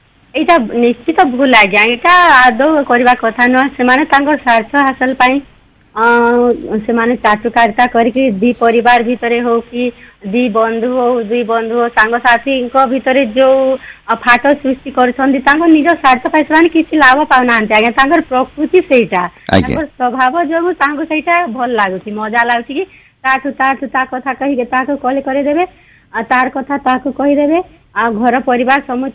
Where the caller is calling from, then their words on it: Bargarh, Odisha, India; ଆଜ୍ଞା ମୁଁ ବରଗଡ଼ରୁ